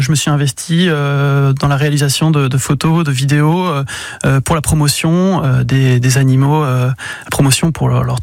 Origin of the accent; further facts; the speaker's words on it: Poitiers, Nouvelle-Aquitaine, France; also born or lived in Paris; Donc du coup, moi je suis né sur Paris. Et il y a à peu près 30 ans, en 96, je suis arrivé sur Poitiers. Donc j'ai fait toutes mes études sur Poitiers, donc de la maternelle à Saint-Exupéry jusqu'à la fac en master